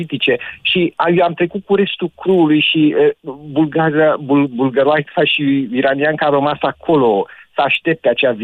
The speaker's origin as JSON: {"language": "Romanian", "country": "Romania"}